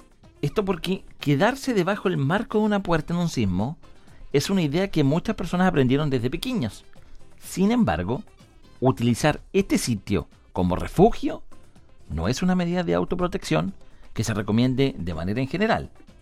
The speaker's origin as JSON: {"language": "Spanish", "country": "Chile", "said": "uno como chileno"}